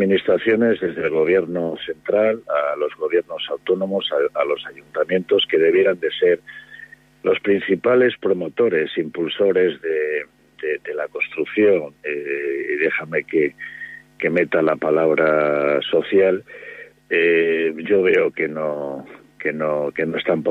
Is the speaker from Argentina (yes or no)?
no; Spain